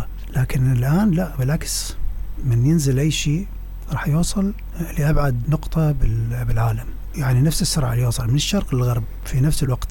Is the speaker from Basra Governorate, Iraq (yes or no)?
yes; Basra, Basra Governorate, Iraq; أنا عربي وأنا عراقي